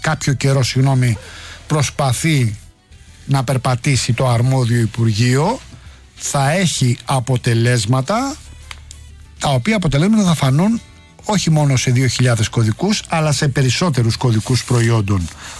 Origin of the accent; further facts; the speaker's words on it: Rafina, Attica, Greece; Τον Πάνο στην πατρίδα μου στη Ραφίνα που είναι καλοκαιρινή.